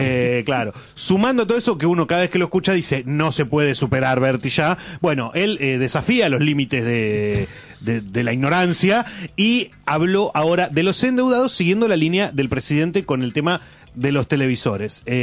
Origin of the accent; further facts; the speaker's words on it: Buenos Aires Province, Argentina; yo nací y me crié en el Partido de la Matanza, con lo cual soy efectivamente muy negro.